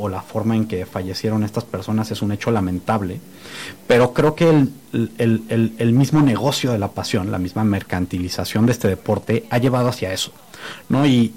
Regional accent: Mexico; toda esta euforia colectiva que hemos tenido como mexicanos

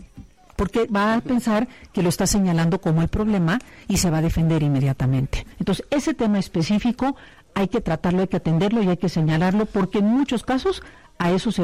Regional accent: Veracruz, Mexico; moved away; also born or lived in Puebla; yo soy de Veracruz y mi salida al mundo fue ir de Veracruz a Puebla. Y fue un evento en mi vida.

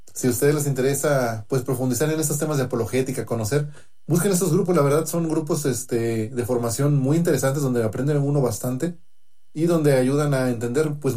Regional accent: Mexico

